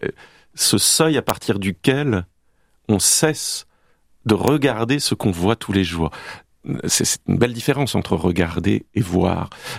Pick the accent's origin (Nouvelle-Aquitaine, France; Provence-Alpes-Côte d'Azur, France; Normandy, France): Nouvelle-Aquitaine, France; Bordeaux; C'est parce que je suis bordelais, bien sûr